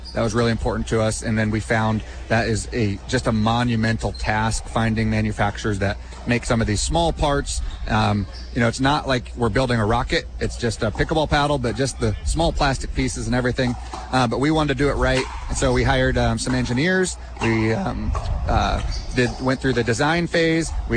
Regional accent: United States; we live in a country that's the best country in the history of the world, and we believe it is for a reason, and we're proud to live in this country.

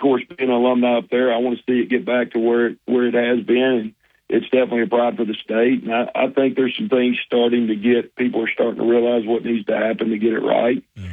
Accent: Conway, Arkansas, United States; Well, I'm originally from Conway, and me and Clint were in the same class together up there.

